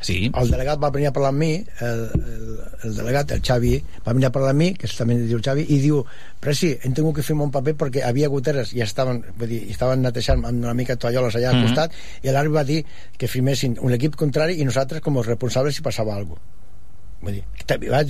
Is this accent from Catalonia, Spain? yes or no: yes; Terrassa, Catalonia, Spain; Aunque soc fill de Terrassa, però ja estic més